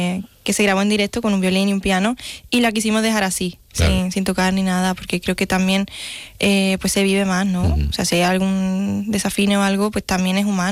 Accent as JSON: {"language": "Spanish", "country": "Mexico", "said": "Es que vengo de México."}